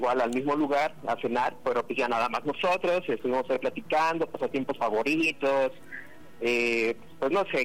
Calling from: State of Mexico, Mexico; Tengo 32 y soy del Estado de México.

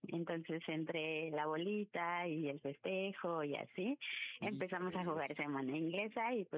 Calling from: Mexico City, Mexico; de la Ciudad de México y tengo 36 años.

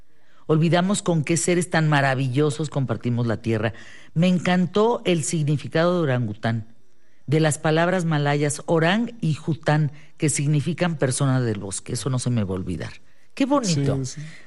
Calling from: Cancún, Quintana Roo, Mexico; de Cancún.

